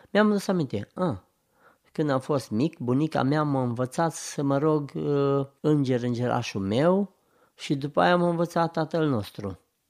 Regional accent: Forosig, Bihor County, Romania; Mama mea era în Forosig, unde m-am născut, iar eu eram în oraș, în Oradea.

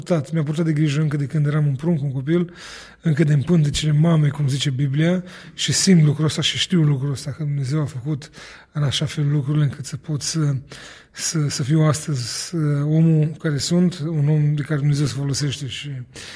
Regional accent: Suceava, Suceava County, Romania; Sunt născut în Suceava, în orașul Suceava. Părinții sunt tata din comuna Todirești, mama din comuna Bosanci. La Suceava m-am născut, acolo am crescut

